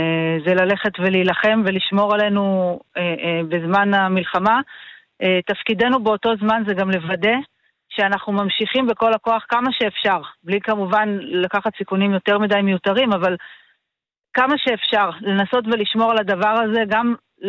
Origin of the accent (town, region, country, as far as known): Southern Israel, Israel